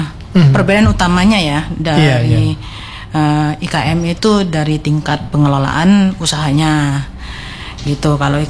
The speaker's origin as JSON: {"language": "Indonesian", "region": "Bangka Belitung Islands", "country": "Indonesia", "said": "kemplang kalau kita orang Bangka ini kan."}